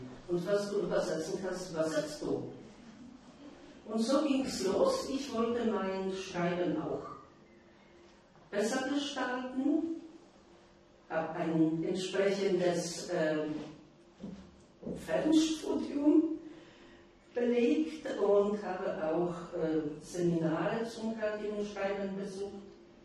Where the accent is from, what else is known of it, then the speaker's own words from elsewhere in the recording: Poland; first language Polish; German is a second language; now in Germany; in meiner Muttersprache, also auf Polnisch, dann als ich aus Polen weg war